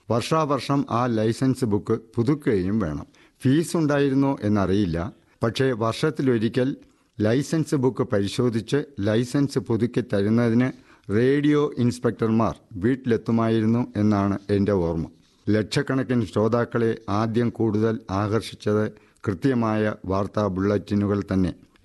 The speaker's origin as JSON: {"language": "Malayalam", "town": "Chirayinkeezhu", "region": "Kerala", "country": "India"}